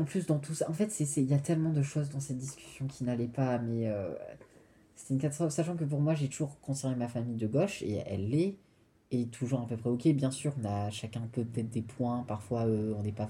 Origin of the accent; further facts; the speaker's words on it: Réunion, France; now in Nancy, France; dans le sens où j'ai commencé à me sentir déraciné donc, quand j'étais à Nancy. Mais aussi un truc du ah, je suis loin de la Réunion et avoir un besoin de nommer de qu'est-ce que c'est être réunionnais enfin.